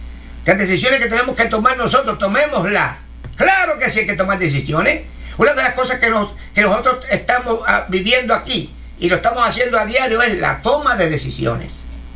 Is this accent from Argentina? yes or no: no; Puerto Rico; moved away; como decimos allá en Puerto Rico